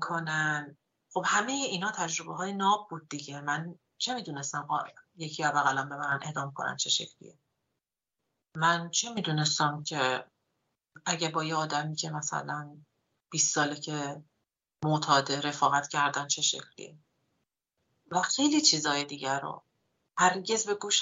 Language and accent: Persian; Iran; now in Sweden